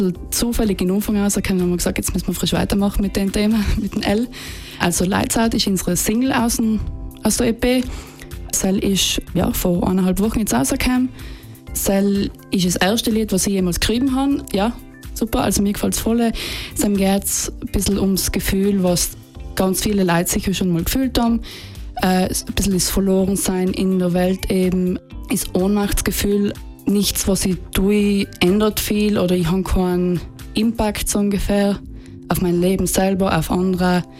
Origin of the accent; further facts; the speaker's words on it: Bruneck, Trentino-Alto Adige, Italy; ich bin aus Bruneck, aus Aufhofen eigentlich. Ich bin Grundschullehrerin, ich bin 28 Jahre alt